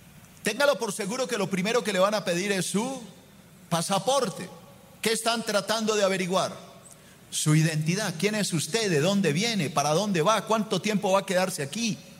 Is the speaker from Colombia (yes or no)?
yes; Colombia; Nuestra identidad como colombianos nos muestra como colombianos